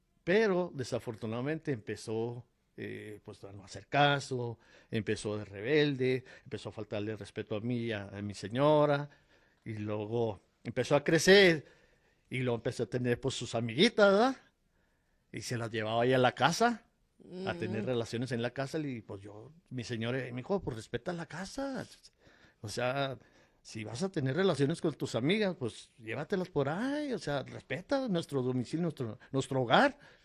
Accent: Ciudad Juárez, Chihuahua, Mexico

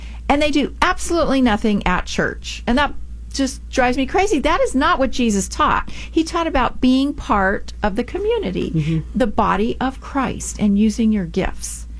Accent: Upland, United States; I'm still a housewife from Upland, you know, my hometown.

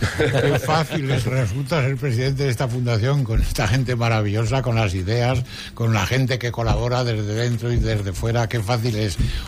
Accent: Teruel, Aragon, Spain; Para mí, Albarracín está ahí al lado, a la puerta de mi casa. Yo soy nacido en Teruel, en el centro de Teruel, Albarracín.

